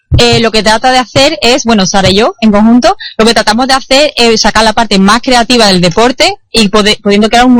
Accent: Seville, Andalusia, Spain; moved away as an adult; now in Lanzarote, Spain; nosotros actualmente residimos en Lanzarote, aunque las dos somos de Sevilla.

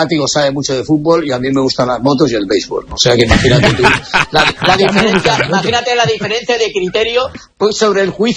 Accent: Spain; yo soy muy español

